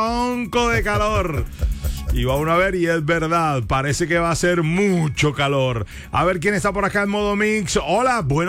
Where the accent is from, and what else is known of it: Colombia